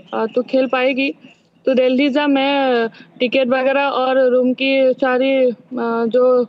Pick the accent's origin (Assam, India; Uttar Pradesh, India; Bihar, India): Assam, India; sir, मैं जब gold medal लेके असम में आया था, तब हमारा गांव लोग सब मुझे लेने के लिए गया था